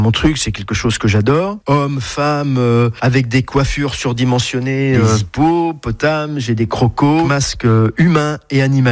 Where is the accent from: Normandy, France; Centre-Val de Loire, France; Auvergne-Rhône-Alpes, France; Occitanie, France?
Centre-Val de Loire, France; Vierzon; also born or lived in Paris region; now in Tours, France; Je suis originaire de Vierzon, un BTS de fabrication mécanique, donc ça n'a rien à voir avec la sculpture.